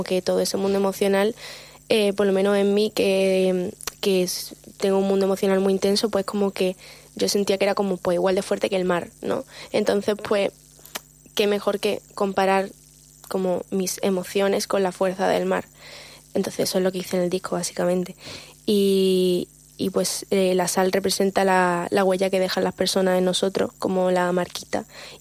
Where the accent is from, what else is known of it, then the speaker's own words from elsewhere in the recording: Málaga, Andalusia, Spain; yo soy malagueña, ¿no? Pero ya además, pues siempre he vivido pues muy cerquita del mar.